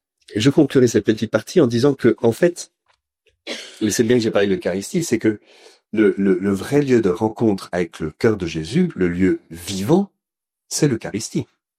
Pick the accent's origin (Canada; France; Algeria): France; parce qu'on est français